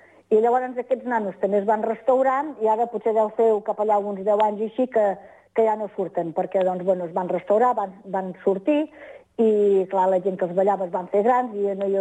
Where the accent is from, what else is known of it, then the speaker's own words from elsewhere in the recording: Montbrió del Camp, Catalonia, Spain; Llavors, jo soc del barri de Vall.